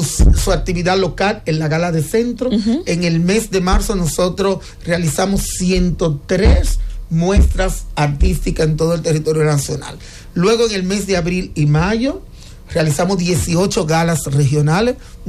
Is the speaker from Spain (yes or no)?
no; Villa Mella, Santo Domingo, Dominican Republic; yo soy protestante, pero yo respeto lo que es la cultura dominicana. Es decir, toda esa fiesta cultural es de Villamella, que es mi municipio.